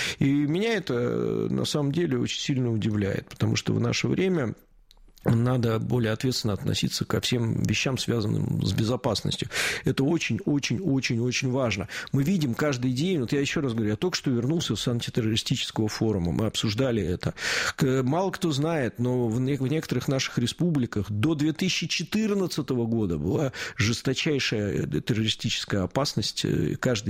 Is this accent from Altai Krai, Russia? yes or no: no; Saint Petersburg, Russia; Я сам из Петербурга, как вы знаете.